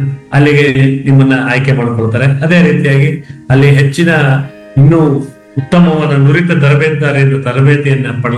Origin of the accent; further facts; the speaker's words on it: Gundlupet, Karnataka, India; ನಾನು ಒಂದು ಸಣ್ಣ ತಾಲೂಕಿನಲ್ಲಿ ಗುಂಡುಪೇಟೆ ಅಂತ ಕೇಳಿರ್ಬೋದು, ಅಲ್ಲಿ ನಾನು ಹುಟ್ಟಿ ಬೆಳೆದವನು. ಅದೊಂಥರ ತಾಲೂಕು ಹೆಡ್ ಕ್ವಾರ್ಟರ್ ಅಲ್ಲ, ಗ್ರಾಮನೂ ಅಲ್ಲ, ಆ ತರ ಇದ್ದಿದ್ದು.